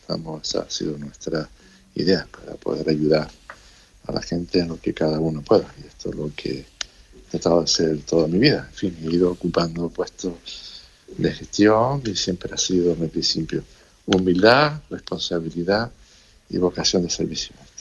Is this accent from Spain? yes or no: yes; Teror, Canary Islands, Spain; Bueno, a mi pueblo de Teror, que es el pueblo toda la vida. Yo sigo empadronado en mi pueblo, tenemos una casa familiar y soy vecino del pueblo.